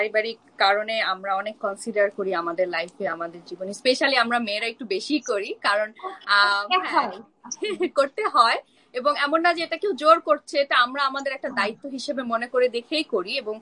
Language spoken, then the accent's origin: Bangla; Bangladesh; moved away; যেমন আমার ছোটবেলা থেকে আমি যখন বাংলাদেশে ছিলাম বড় হয়েছি উনাদেরকেই দেখেছি